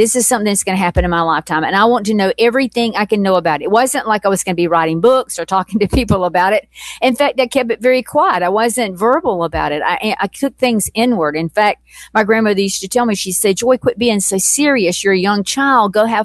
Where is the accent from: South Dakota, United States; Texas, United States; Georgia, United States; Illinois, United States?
Georgia, United States; when I was growing up in South Georgia, I mean, I didn't even have a telephone in my home.